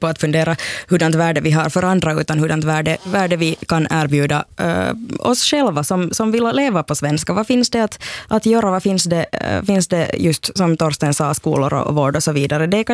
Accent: Finland; levande svenskspråkighet och levande tvåspråkighet kan se ut också för andra än oss som identifierar oss som finlandssvenskar.

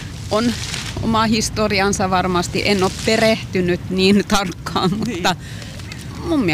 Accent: Parainen, Southwest Finland, Finland; Paraisilta.

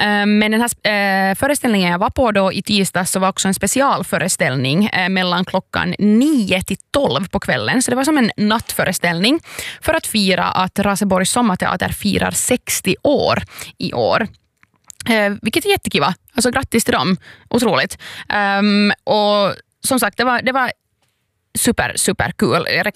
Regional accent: Finland; som finlandssvensk

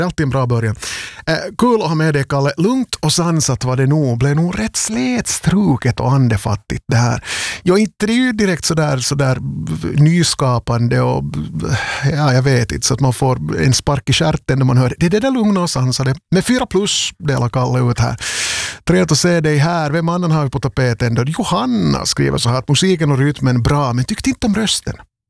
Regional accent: Vaasa, Ostrobothnia, Finland; Eftersom jag nu också sända från Vasa. Jag är Vasabo, jag har bott här hela livet.

